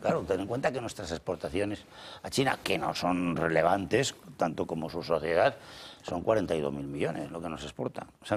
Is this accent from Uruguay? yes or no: no; Palencia, Castile and León, Spain; soy de Alao, que es Palencia